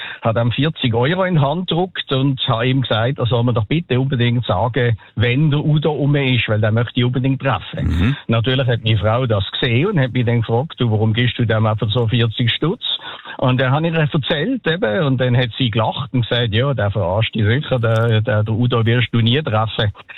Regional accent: Lucerne, Switzerland; hat mich gefragt, wo ich herkomme. Und er hat gesagt, aus Luzern.

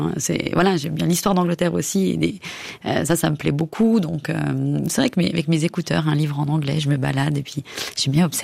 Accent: Épalinges, Vaud, Switzerland; oui, j'ai grandi à Épalinges. Je suis née à Lausanne.

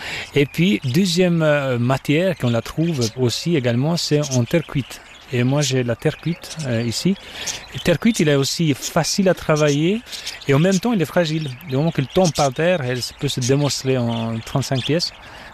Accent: Albania; moved away; Moi, je viens de l'Albanie, dans le pays d'un autre oiseau, c'est-à-dire l'aigle. Effectivement, alors, moi, je suis né en 1982

